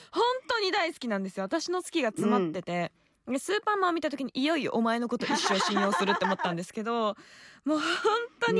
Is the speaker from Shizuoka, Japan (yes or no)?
no; Kobe, Hyogo, Japan; moved away; あと私あの地方から出てきてるんですけど、はい、神戸出身なんですけど